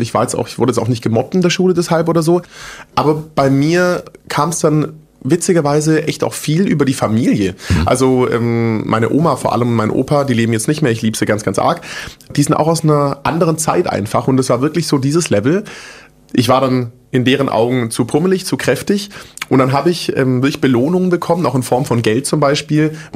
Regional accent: Großbottwar, Baden-Württemberg, Germany; also born or lived in Stuttgart / Frankfurt; Ich bin in Stuttgart geboren, bin in so einem Kaff aufgewachsen, das heißt Großbottwar.

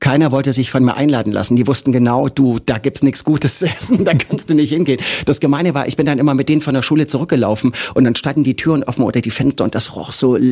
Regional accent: Magdeburg, Saxony-Anhalt, Germany; Ja, ich komme aus Magdeburg und muss gestehen, dass ich die Stadt nicht ein einziges Mal gesehen habe.

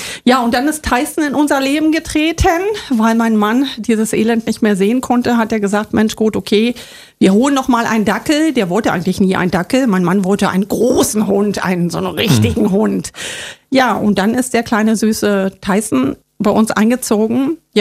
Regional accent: East Germany, Germany; Ja, ich bin ein Kind des Ostens. Ja. Ich bin im Osten groß geworden.

